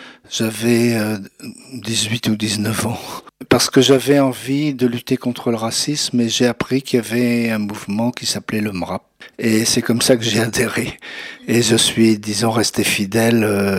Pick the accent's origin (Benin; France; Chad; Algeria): France; Pays de la Loire; moved away; Je venais d'un milieu rural de Loire-Atlantique, du nord du département.